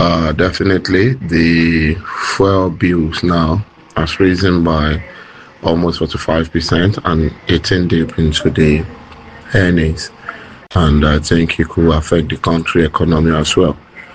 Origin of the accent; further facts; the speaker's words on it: Lagos, Nigeria; I'm from Lagos, Nigeria.